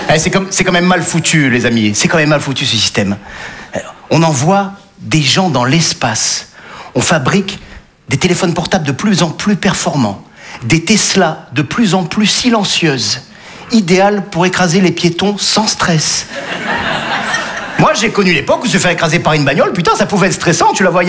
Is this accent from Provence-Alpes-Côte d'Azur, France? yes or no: yes; Nice, Provence-Alpes-Côte d'Azur, France; Eh ouais, je suis niçois, les amis. Ouais. Humoriste humoriste niçois.